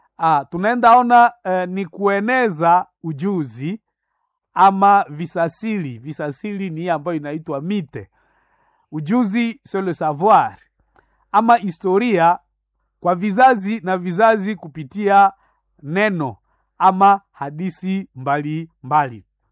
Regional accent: North Kivu, DR Congo; Ni kama leo kwetu sisi Wanande, wanasema sisi Wanande tulitokea sehemu za Uganda na tulivuka kwenye mgongo ya nyoka.

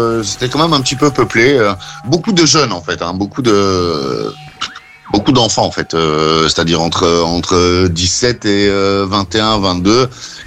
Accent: Belgium; je suis belge

